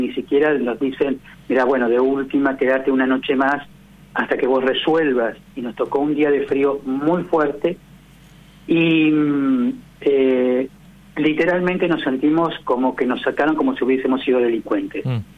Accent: General Roca, Río Negro, Argentina; yo llevé adelante un proyecto de ordenanza en la ciudad de General Roca, de donde soy oriundo

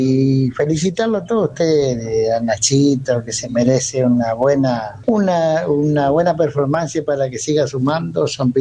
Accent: Monte Caseros, Corrientes, Argentina; soy de Monte Casero Corrientes

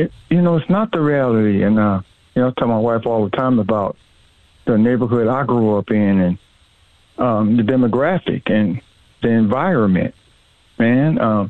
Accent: Los Angeles, California, United States; And I'm from South Central Los Angeles originally, so I grew up

